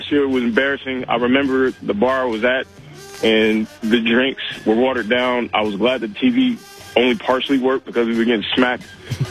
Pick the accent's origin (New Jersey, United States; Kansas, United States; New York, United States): New York, United States; now in Atlanta, United States; Originally from New York. My entire family's from New York.